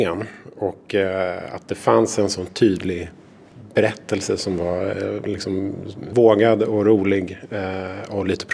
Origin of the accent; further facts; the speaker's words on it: Sweden; Och jag hade inte gjort någon långfilm än, så jag var en kortfilmare från Sverige.